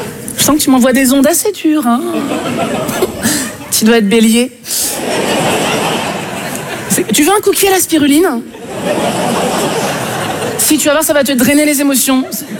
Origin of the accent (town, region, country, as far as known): Switzerland; now in France